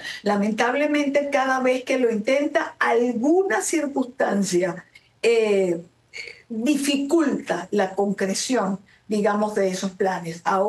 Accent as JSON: {"language": "Spanish", "country": "Venezuela", "said": "Los venezolanos no podemos sino sentirnos incómodos, y te quiero hablar más que como periodista, como venezolana"}